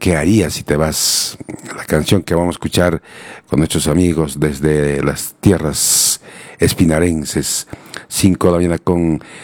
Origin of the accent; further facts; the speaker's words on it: Cusco, Peru; Yo soy de Cusco ciudad, no soy de Cusco provincia.